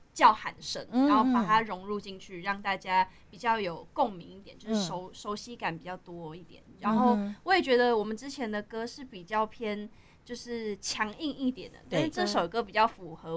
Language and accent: Chinese; South Korea; 但我是韩国人嘛？